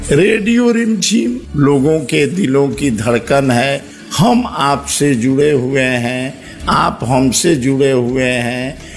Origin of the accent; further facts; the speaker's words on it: Gopalganj, Bihar, India; हमारा जिला जो है कृषि प्रधान जिला है जिसमें 95% से अधिक लोग जो है खेती बाड़ी से जुड़े हुए हैं